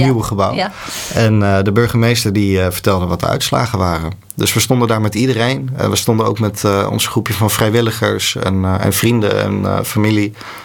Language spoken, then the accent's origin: Dutch; Netherlands; Ja, nee, ik bijvoorbeeld dan weer niet. Ik voel me echt gewoon een Nederlander.